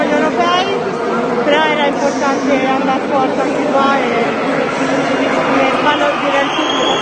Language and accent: Italian; Taranto, Apulia, Italy; moved away; Anni fa non c'avevamo neanche la piscina, io sono dovuta andare via